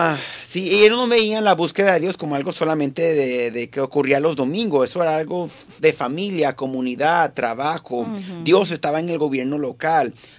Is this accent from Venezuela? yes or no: yes; Venezuela; now in United States; yo como venezolano